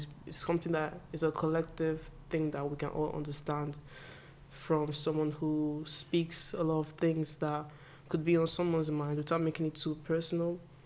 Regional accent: Nigeria; now in United Kingdom; when I was raised in Nigeria

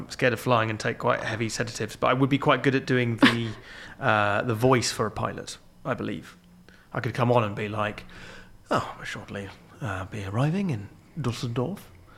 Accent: Reading, South East England, United Kingdom; also born or lived in London; now in Stoke-on-Trent, United Kingdom; I'm from a little place called Reading, which people always say is up and coming, which doesn't say anything about what it is now. It just means that it has been worse, basically. Reading's actually fine. It's kind of nice.

